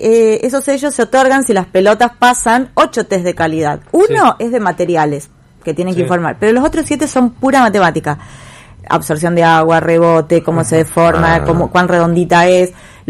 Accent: Ceres, Santa Fe, Argentina; yo soy de Ceres, el club de donde jugaba Alario es de Tostado y participa en la Liga Ceresina

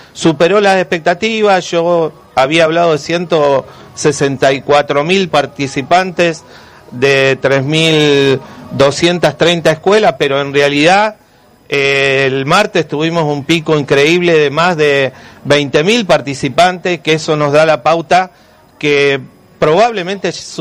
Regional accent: Santa Fe, Argentina; como santafesino y bueno, en representación de Santo Tomé

